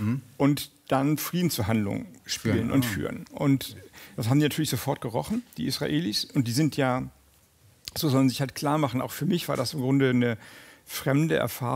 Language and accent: German; Germany; moved away as an adult; now in Copenhagen, Denmark; ich bin Deutscher